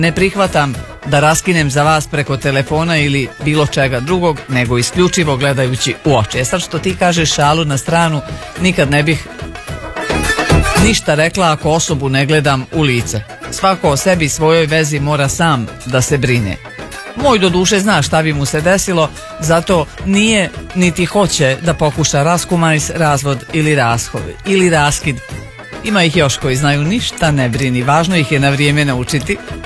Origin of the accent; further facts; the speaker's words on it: Tuzla, Federation of Bosnia and Herzegovina, Bosnia & Herzegovina; now in Koprivna; Pozdrav ide u Tuzlu, iz Tuzle smo u Koprivni